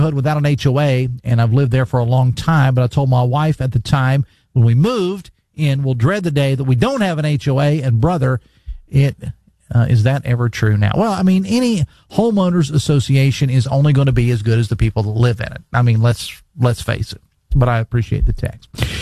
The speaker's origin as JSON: {"language": "English", "town": "Logan", "region": "West Virginia", "country": "United States", "tie": "born or raised there", "also_born_or_lived": "Mann", "said": "I lived in two different communities, areas growing up in Logan County. One was in the Mann area, or as it's known, the Tridelphia area, and also in the Logan area."}